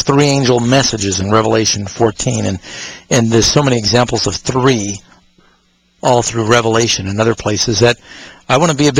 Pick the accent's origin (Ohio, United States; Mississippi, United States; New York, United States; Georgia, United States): New York, United States; now in Sacramento, United States; I grew up in Manhattan, you know.